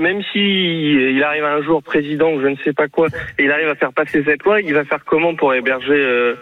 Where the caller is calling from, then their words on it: Antony, Île-de-France, France; moi j'habite à Antony